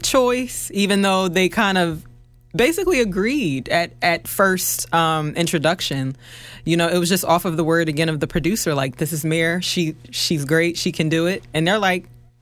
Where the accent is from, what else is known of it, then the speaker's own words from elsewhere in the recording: Philadelphia, Pennsylvania, United States; because we are from Philadelphia